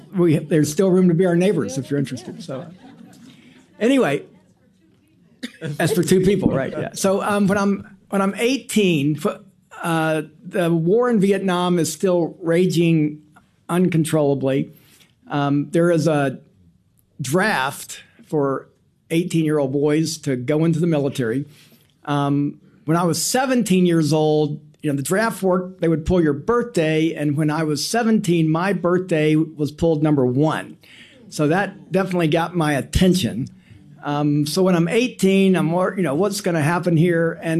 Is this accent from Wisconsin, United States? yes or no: no; Atlanta, Georgia, United States; now in Memphis, United States; I grew up in Atlanta. I didn't grow up in Memphis, although I promise you I'll be buried here.